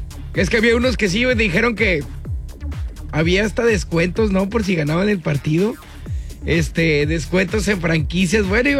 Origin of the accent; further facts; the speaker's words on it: Mexico; porque somos mexicanos.